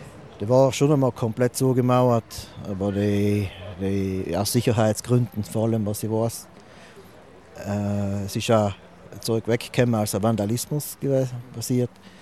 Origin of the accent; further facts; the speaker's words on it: Gais, Trentino-Alto Adige, Italy; oberhalb von meiner Heimatgemeinde Gais. Ich wohne schon seit ich auf der Welt bin in Gais